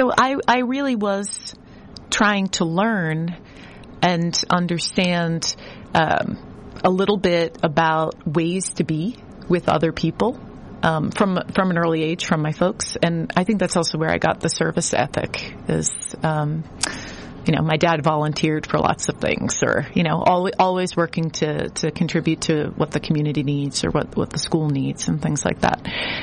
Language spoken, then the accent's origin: English; Boston, Massachusetts, United States; I was raised in Dorchester. What prepared me for my work today? I would say I grew up in the neighborhood of Upham's Corner.